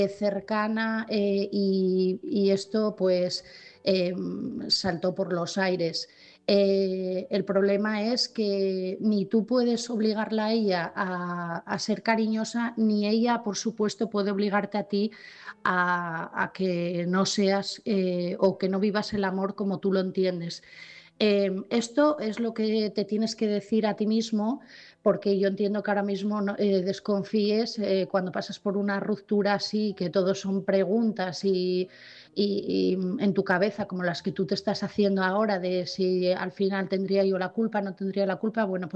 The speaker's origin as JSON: {"language": "Spanish", "region": "Asturias", "country": "Spain"}